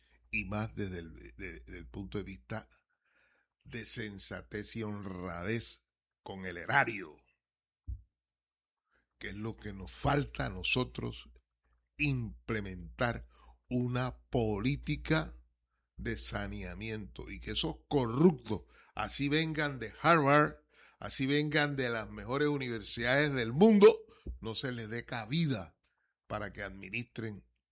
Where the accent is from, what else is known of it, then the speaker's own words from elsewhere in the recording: Colombia; nosotros, como colombianos, como gente pobre, pero con deseo de superación